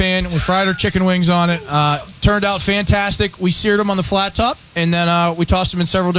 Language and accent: English; Pittsburgh, Pennsylvania, United States; born and raised in Pittsburgh